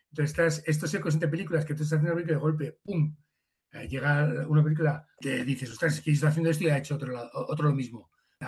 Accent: Spain; como español y un poco paletillo

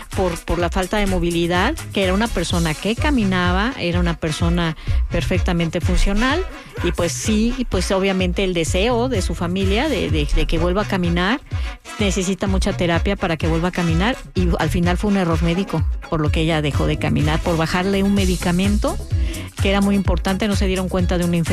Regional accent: Mexico; Entonces yo creo que como mexicanos pues también tenemos que decir, tenemos derecho a esta salud

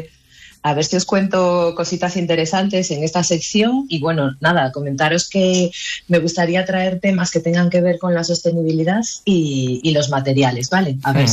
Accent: Galicia, Spain; moved away as an adult; now in Asturias, Spain; Soy gallega, afincada en Asturias desde hace 17 años

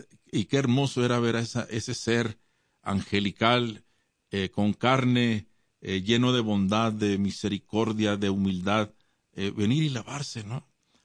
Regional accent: Ciudad Juárez, Chihuahua, Mexico; Sí, cuando yo nací, cuando yo crecí en la frontera en Ciudad Juárez, yo cruzaba y algunas veces se me olvidaba el cruce.

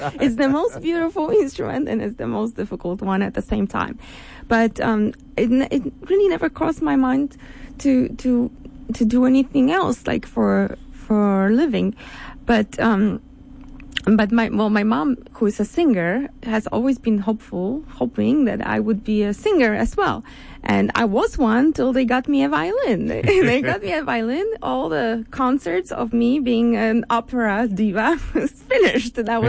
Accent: Wrocław, Lower Silesian Voivodeship, Poland; moved away as an adult; also born or lived in Hamburg, Germany / Rostock, Germany; now in New York City, United States; I grew up in Poland, Wrocław, Poland. And then when I was a high school student, I was also commuting to Germany to study there in a pre-college

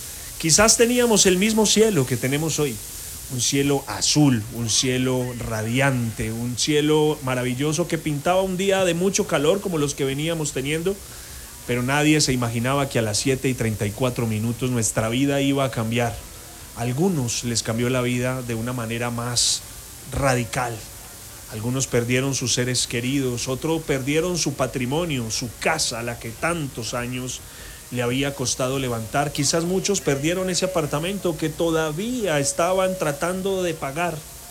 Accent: Pereira, Risaralda, Colombia; recordándoles que somos pereiranos y que ese hecho de ser pereirano tiene una connotación especial y diferente en todo el país.

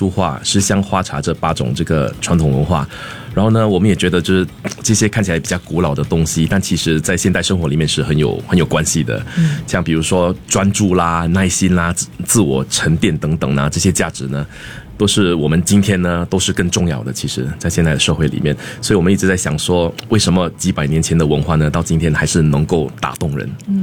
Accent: Singapore; 我们新加坡是那么小的一个地方嘛，对不对、嗯、那我们从小长大呢受到不同多元种族的影响、嗯、我觉得跟这个有关、嗯、对，我们当然我们是虽然是土生土长的华人

